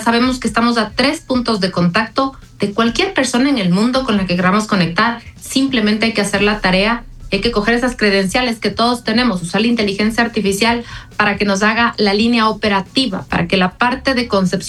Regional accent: Ecuador; como ecuatorianos seguimos ultra reconociendo

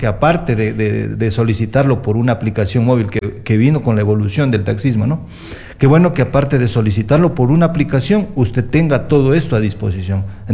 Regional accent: Quito, Pichincha, Ecuador; now in Loja, Ecuador; yo no soy de aquí, de la ciudad de Loja, yo soy quiteño.

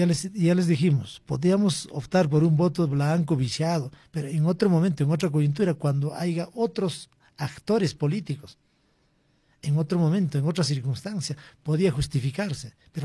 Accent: Peru

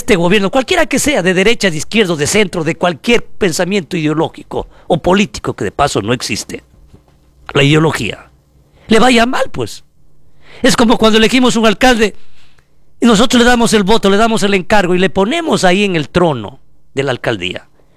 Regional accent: Ecuador; Nosotros como ecuatorianos hacemos votos porque a este gobierno le vaya bien.

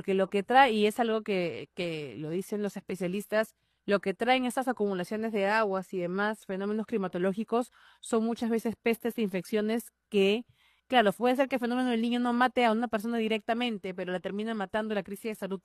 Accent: Peru; yo creo que ninguno como peruano va a querer que un gobierno fracase

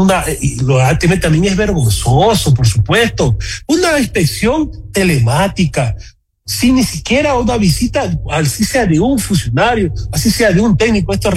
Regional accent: Ecuador

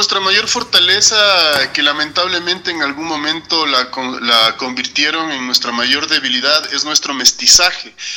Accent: Ecuador; costumbres milenarias que como ecuatorianos tenemos

